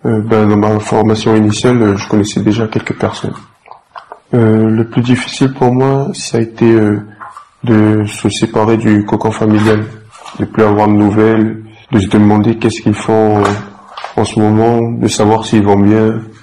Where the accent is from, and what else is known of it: Magenta, South Province, New Caledonia